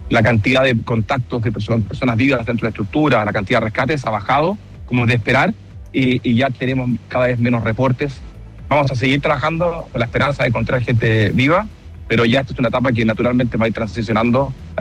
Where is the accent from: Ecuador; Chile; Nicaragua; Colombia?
Chile; Como chilenos lo hemos vivido tantas veces